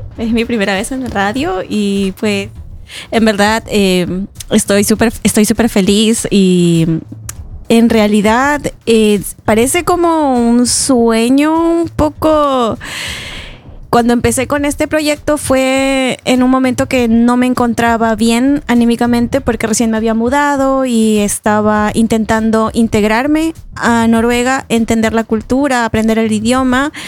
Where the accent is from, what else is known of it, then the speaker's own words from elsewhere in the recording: Lima, Peru; moved away as an adult; now in Trondheim, Norway; Soy de Lima.